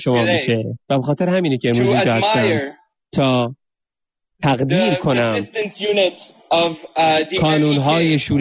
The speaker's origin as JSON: {"language": "Persian", "country": "Iran", "tie": "born or raised there", "said": "من در ایران بزرگ شدم. از سن بسیار کمی خطر مبارزه بر علیه رژیم رو درک کردم."}